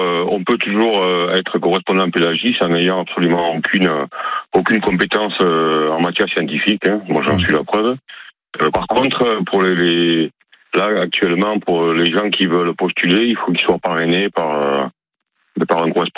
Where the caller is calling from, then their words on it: Capbreton, Nouvelle-Aquitaine, France; De Cap-Breton.